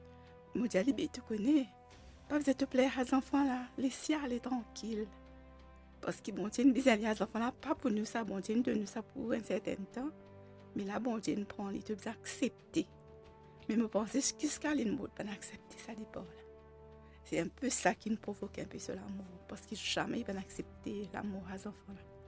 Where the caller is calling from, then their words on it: Rodrigues, Mauritius; Moi, je suis à Rodrigue, je suis au travail